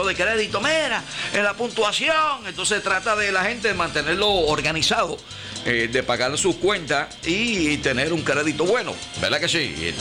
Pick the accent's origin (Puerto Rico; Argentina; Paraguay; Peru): Puerto Rico; Sabana Grande; mi gente de Sabana Grande, la gente de mi barrio Molina, que me crié allá en Molina, Molina City